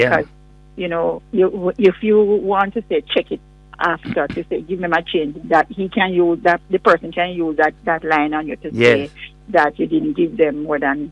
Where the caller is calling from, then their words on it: Jamaica; I'm from Trelange, and I was down here in both Beryl and Melissa.